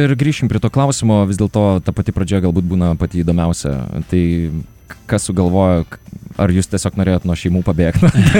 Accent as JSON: {"language": "Lithuanian", "town": "Kaunas", "region": "Kaunas County", "country": "Lithuania", "said": "kaip kaunietis tikras"}